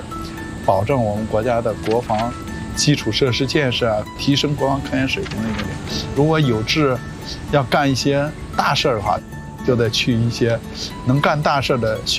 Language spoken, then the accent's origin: Chinese; Xi'an, Shaanxi, China; also born or lived in Shanxi; 跟当地在陕西西安的生长呢也有关系。我出生在山西，很小时候就到了陕西。